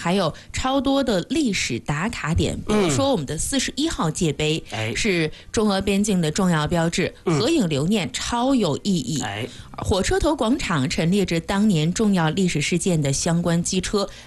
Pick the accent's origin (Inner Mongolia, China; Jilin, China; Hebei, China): Inner Mongolia, China; Manzhouli; 我的家乡在满洲里，然后那个我们的具体生活的地点叫扎莱诺尔